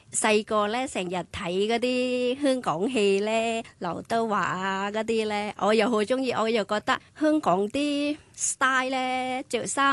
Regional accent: Chiang Mai, Thailand; 分別都好大，我哋鄉下，因為日頭咧都係有卅幾度，不過夜晚咧又跌咗廿幾度。

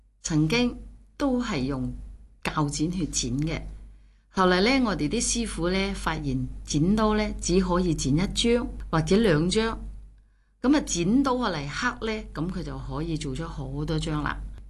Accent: Foshan, Guangdong, China; 刻出嚟我哋佛山人講嘅叫做湛紙啊，湛公仔紙、湛紙，以前喺我哋佛山地區係好流行嘅。

